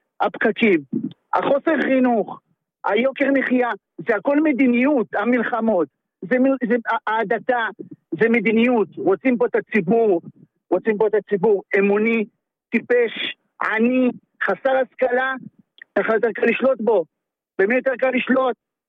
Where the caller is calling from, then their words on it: Kiryat Malakhi, Southern District, Israel; מקרית מלאכי.